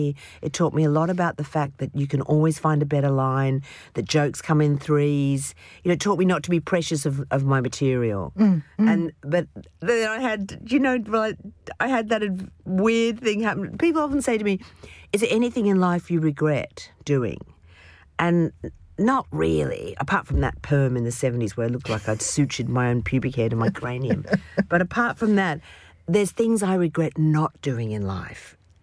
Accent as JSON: {"language": "English", "country": "Australia"}